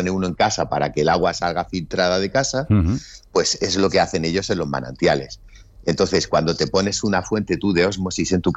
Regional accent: Spain; now in Denmark; Nosotros en España tenemos la suerte de tener, vivo en Dinamarca

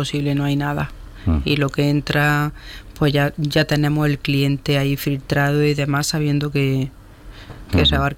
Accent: Pechina, Andalusia, Spain; yo soy pechinera.

